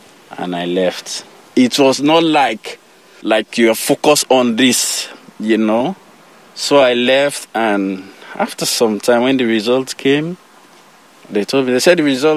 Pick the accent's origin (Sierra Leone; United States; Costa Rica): Sierra Leone; born there; I was born in Sierra Leone. I have a lot of sisters and brothers who are incredible and they are wonderful. Most of them are in Sierra Leone.